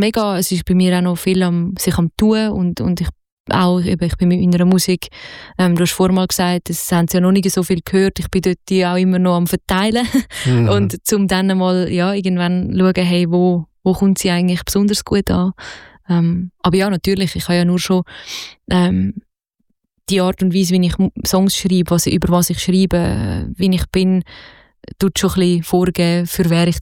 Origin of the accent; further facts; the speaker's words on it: Zurich, Switzerland; Also natürlich, ich meine, ich bin aus Zürich